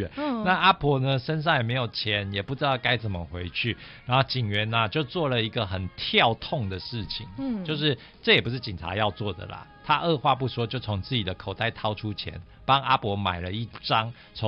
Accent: Taipei, Taiwan; 我们台北人可能、那是多远

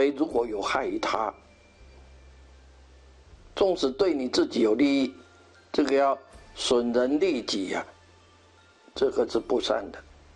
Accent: Taiwan; 我们台湾人呢、啊、不错，很喜欢布施，很喜欢做善事，很慷慨

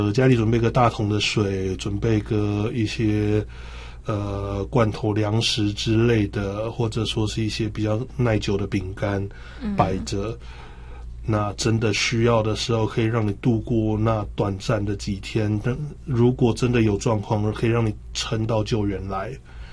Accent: Taiwan; 我们台湾人常常会隔壁就便利商店哦

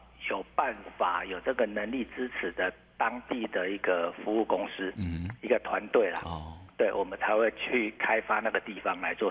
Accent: Taiwan; 那种感觉好像是我们台湾人在疯棒球一样。

